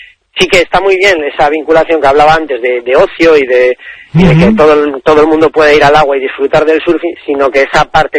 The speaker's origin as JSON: {"language": "Spanish", "region": "Galicia", "country": "Spain", "said": "Yo soy pues te digo depende porque yo soy gallego."}